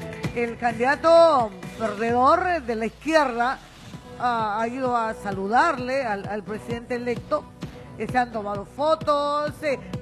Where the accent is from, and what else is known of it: Peru